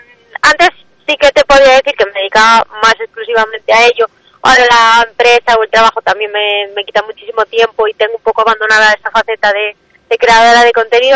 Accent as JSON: {"language": "Spanish", "town": "Ferrol", "region": "Galicia", "country": "Spain", "said": "que somos de Ferrol de siempre"}